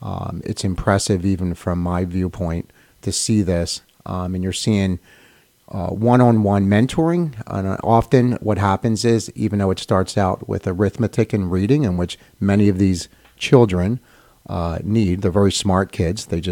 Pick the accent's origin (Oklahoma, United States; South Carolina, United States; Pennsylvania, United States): Pennsylvania, United States; Philadelphia; now in Cape May, United States; So growing up, Victor, you and I have grown up pretty similar. We grew up in Housing Authority in Philadelphia